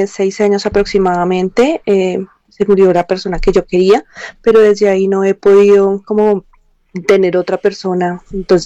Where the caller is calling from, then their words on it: Bogotá, Colombia; en Bogotá